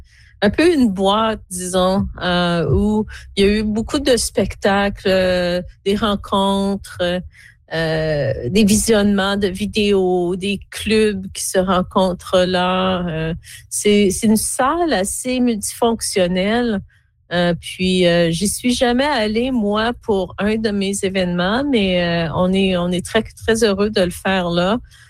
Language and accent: French; Quebec City, Quebec, Canada; now in Ontario, Canada; la maison où j'ai grandi à Cap-Rouge dans les années 70.